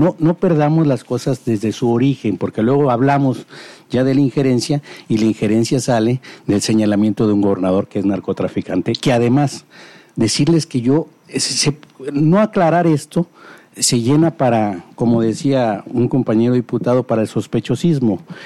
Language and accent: Spanish; Mexico; Bueno, yo más que nada, primero decirles que soy mexicano hasta las cachas